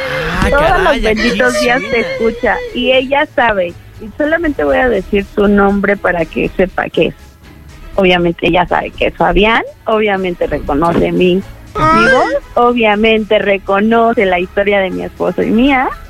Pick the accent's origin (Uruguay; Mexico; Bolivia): Mexico; Linda Vista; Sí, soy de Linda Vista.